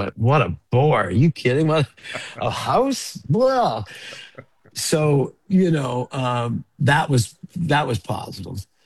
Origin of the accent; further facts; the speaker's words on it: Regina, Saskatchewan, Canada; moved away; growing up in Regina was quite fortuitous for me